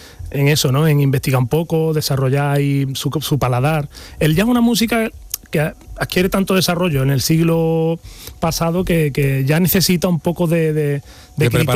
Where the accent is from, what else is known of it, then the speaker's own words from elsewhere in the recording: Andalusia, Spain; accent: Cordoban; Pero bueno, por mi acento cordobés veréis que … la vida real.